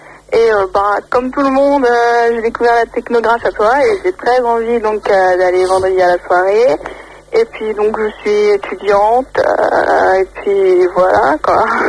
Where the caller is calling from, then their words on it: Brazil; Bon, moi j'ai 19 ans, alors je suis brésilienne.